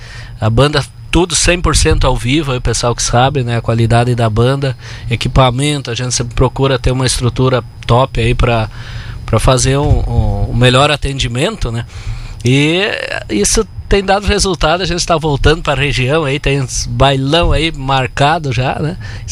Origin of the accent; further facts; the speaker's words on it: Rio Grande do Sul, Brazil; moved away; estar mais uma vez aqui na minha terra querida, terra natal